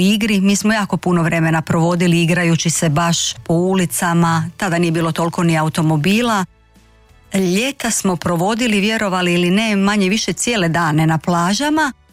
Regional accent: Ljubuški, Federation of Bosnia and Herzegovina, Bosnia & Herzegovina; born there; ja sam u Ljubuškom rođena sasvim slučajno.

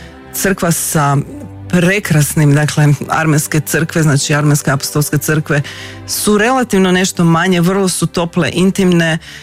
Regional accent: Croatia; ja sam iz Hrvatske

